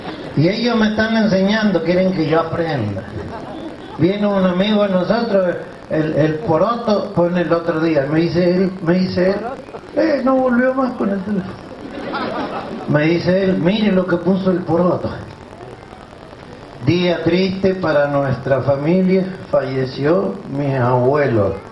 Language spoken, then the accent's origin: Spanish; La Viña, Mendoza, Argentina; born there; Si ya no tenía ropa de esta porque yo nací en La Viña, en Mendoza.